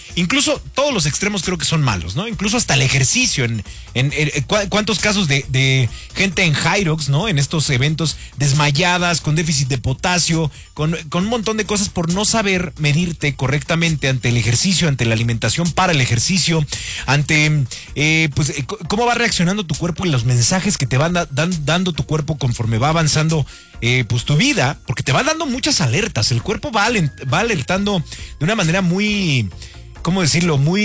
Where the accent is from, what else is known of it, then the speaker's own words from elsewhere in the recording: Mexico; como mexicanos nacimos en un lugar donde maravillosamente tenemos todos los mejores platillos del planeta.